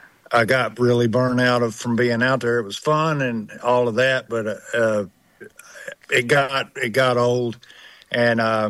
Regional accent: Little Rock, Arkansas, United States; born and raised in Arkansas, lived in Little Rock.

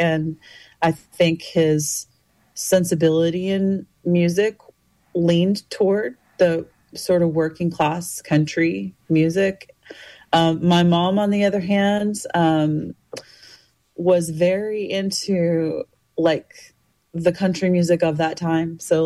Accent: Cave Springs, Arkansas, United States; I was born in Cave Springs, Arkansas, and I have lived in Arkansas all my life. I've wandered around the globe for shorter stints of time, but I always come back home so far.

